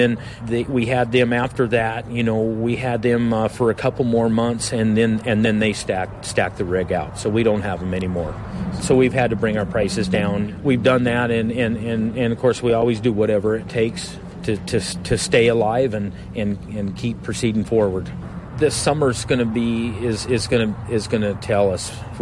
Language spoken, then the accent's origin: English; Lander, Wyoming, United States; now in North Dakota, United States; I moved here from Lander, Wyoming.